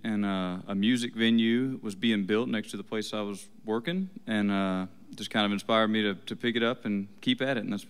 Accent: Waynesboro, Georgia, United States; also born or lived in Alabama; I was born in Alabama, and I grew up just south of Augusta, Georgia, in Waynesboro, Georgia.

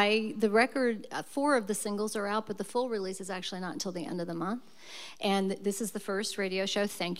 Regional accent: War, West Virginia, United States; Like, I went to school in War. I was born in War.

